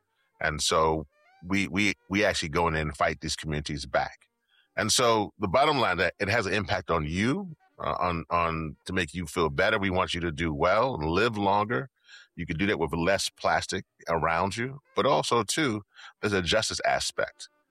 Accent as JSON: {"language": "English", "region": "Louisiana", "country": "United States", "said": "Particularly, I mentioned before, I'm from Louisiana."}